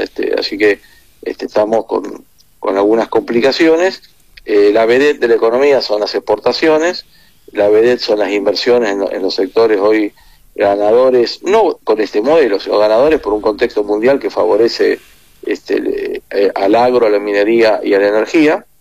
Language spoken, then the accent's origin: Spanish; Argentina